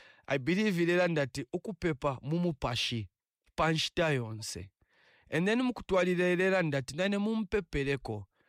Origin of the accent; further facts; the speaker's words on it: Kalingalinga, Lusaka Province, Zambia; Good evening. … from Kalingalinga. Just here, close by you, our neighbor, you.